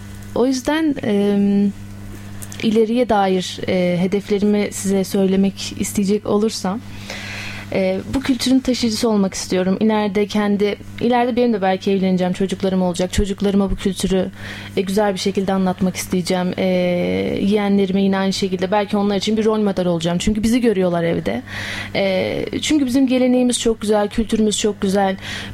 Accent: Elazığ, Turkey; moved away as an adult; now in Ankara, Turkey; Elazığlıyım, aslen Tunceliyim, Elazığ'da doğup büyüdüm. Yaklaşık 4. yılım olacak Ankara'da.

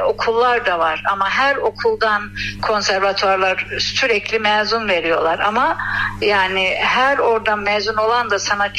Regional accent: İspir, Erzurum, Turkey; ben Erzurum'un İspir kazasına bağlı Çamlıkaya beldesindenim.

